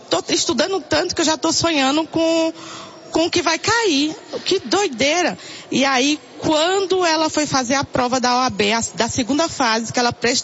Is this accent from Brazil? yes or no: yes; São Paulo, Brazil; A paz do Senhor, eu sou aqui de São Paulo, capital, né?